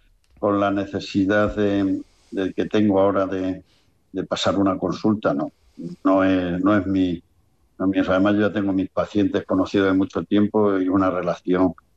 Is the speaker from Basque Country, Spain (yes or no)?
no; Cáceres, Extremadura, Spain; aunque yo soy de Cáceres y tengo una casa en un pueblo de Cáceres que se llama Casa Tejada